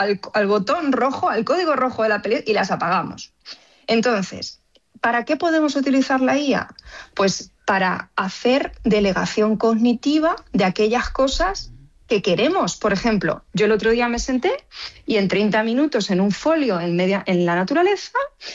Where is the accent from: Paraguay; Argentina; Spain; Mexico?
Spain; Villarrobledo, Castilla-La Mancha; now in Chinchilla de Montearagón, Spain; yo soy de Villarrobledo. Ahora vivo en Chinchilla de Montaragón, pero soy de Villarrobledo.